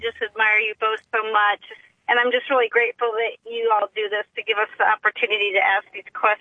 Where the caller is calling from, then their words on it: Palm Harbor, Florida, United States; I'm calling from Palm Harbor, Florida.